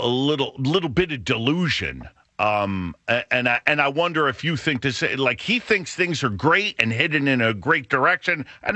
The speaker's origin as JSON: {"language": "English", "town": "Morris Cove", "region": "Connecticut", "country": "United States", "tie": "born or raised there", "said": "born and raised in Morris Cove, that carousel is right down the street from where, you know, where I came up."}